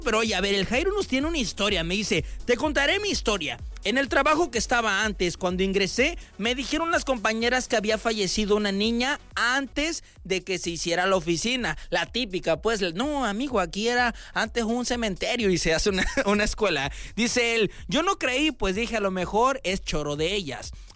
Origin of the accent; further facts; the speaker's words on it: Mexico; Bueno, yo como mexicano hubiera corrido.